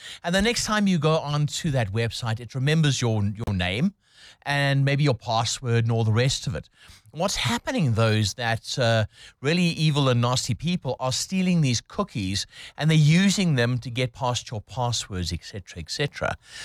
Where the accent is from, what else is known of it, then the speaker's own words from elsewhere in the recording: Benoni, Gauteng, South Africa; In fact, I'm from Benoni, and I used to live down the road from her.